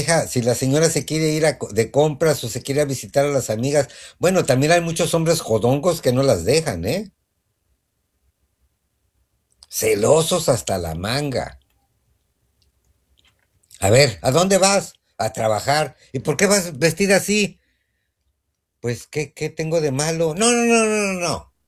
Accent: Mexico

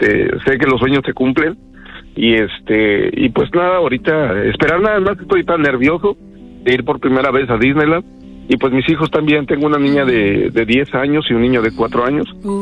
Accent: Tulancingo, Hidalgo, Mexico; now in Salinas, United States; Les hablo del área de la bahía Salinas, California. Se llama, es un bahía agrícola. Originario de Tulalcingo, del estado de Hidalgo, en México.

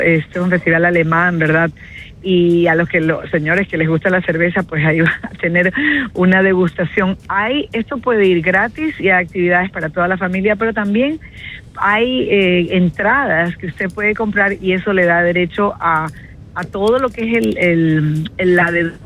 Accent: Guayaquil, Guayas, Ecuador; now in Miami, United States; Yo soy de Guayaquil, como ustedes saben

